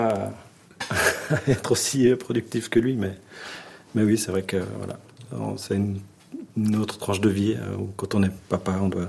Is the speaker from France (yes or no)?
no; Switzerland